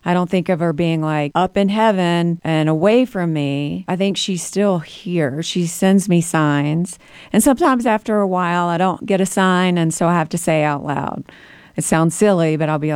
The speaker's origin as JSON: {"language": "English", "region": "the South", "country": "United States", "tie": "born or raised there", "said": "I grew up in the South. I went to church, but I would say my family wasn't like extremely religious."}